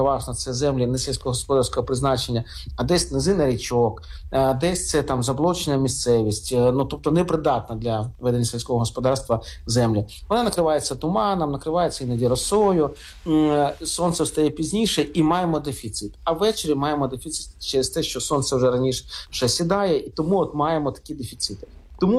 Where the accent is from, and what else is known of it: Kharkiv Oblast, Ukraine; born or raised there